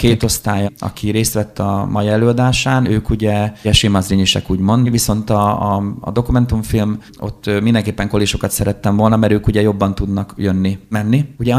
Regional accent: Hungary

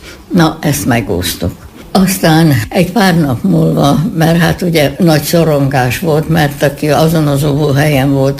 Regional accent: Debrecen, Hajdú-Bihar, Hungary; Én debreceni vagyok, itt születtem Debrecenben.

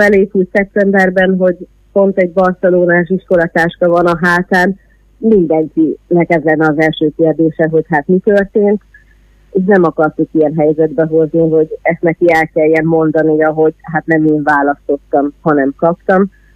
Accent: Debrecen, Hajdú-Bihar, Hungary; Debreceniként

